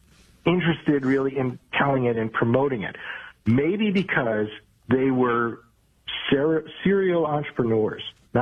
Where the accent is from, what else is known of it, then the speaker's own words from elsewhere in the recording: Hamburg, New York, United States; And I'm from Hamburg, New York.